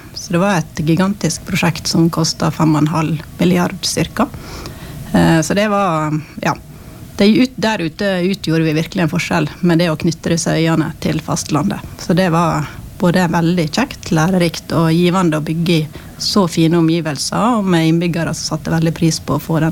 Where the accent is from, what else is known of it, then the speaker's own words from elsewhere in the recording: Vanylven, Møre og Romsdal, Norway; jeg er oppvokst i Vanylven, fisk og bygd.